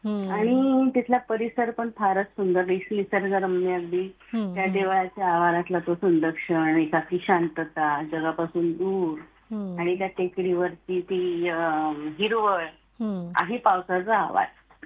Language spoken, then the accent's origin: Marathi; Nandurbar, Maharashtra, India; born there; मी तशी धुळे जिल्ह्यातली, नंदुरबार गाव माझं, आणि आता ते नंदुरबार जिल्हा झालाय